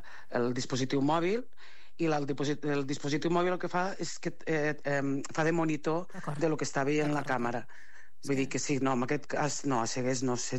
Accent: Catalonia, Spain; jo volia conèixer la meva comarca, que era les Garrigues

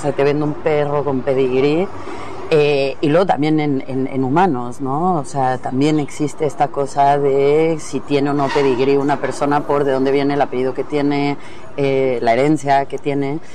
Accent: Mexico; moved away; yo soy de México, y en México, esto está en la novela, pasa mucho, ¿no? Yo creo que aquí también, pero en México, que es donde yo crecí

